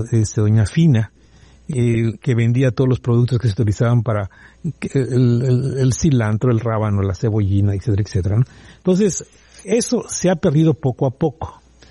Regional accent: Mérida, Yucatán, Mexico; yo soy de Santa Ana

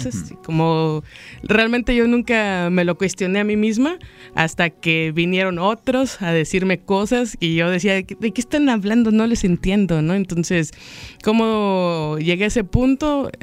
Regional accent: Chiapas, Mexico; soy de Chiapas y ahí siempre pasan muchas cosas

